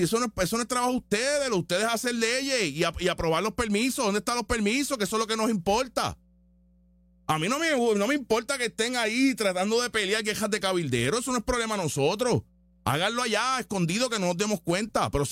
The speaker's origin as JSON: {"language": "Spanish", "country": "Puerto Rico", "said": "Somos puertorriqueños, ciudadanos americanos."}